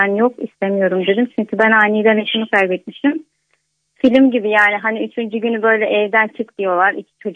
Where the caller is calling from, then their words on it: Bursa, Turkey; Bursa'dan arıyorum.